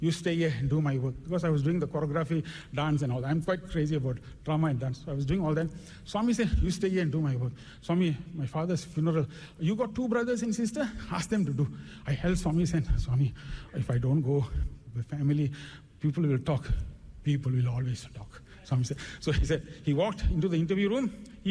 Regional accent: Malaysia; where are you from? Malaysia.

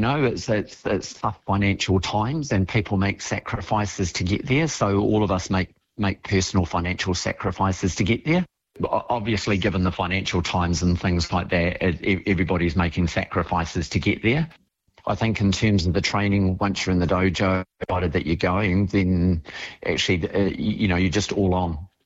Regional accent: Lower Hutt, Wellington, New Zealand; born there; I'm a Nainai resident, yeah, and, you know, I spent part of the time growing up in Wainui.

